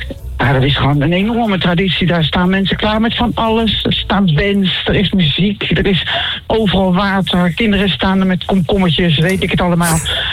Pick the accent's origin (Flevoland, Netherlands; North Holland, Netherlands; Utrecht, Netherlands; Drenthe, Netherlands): Utrecht, Netherlands; En ik vertegenwoordig Utrecht natuurlijk hier, hè? Want er zullen wel veel meer Utrechters zijn, denk ik